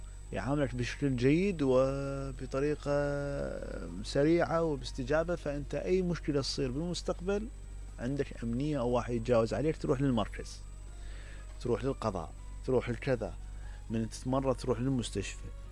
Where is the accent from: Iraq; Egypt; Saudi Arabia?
Iraq; هسا إحنا ما نعتبر العراق فندق ومدري شنو